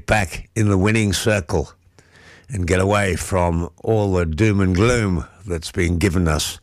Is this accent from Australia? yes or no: yes; Australia; We are Australian. And I'm so proud of Australia